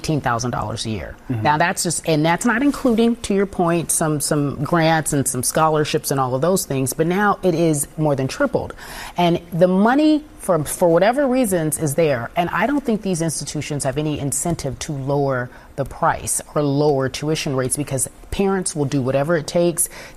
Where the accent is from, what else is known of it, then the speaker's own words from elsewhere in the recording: Los Angeles, California, United States; and I grew up in Los Angeles.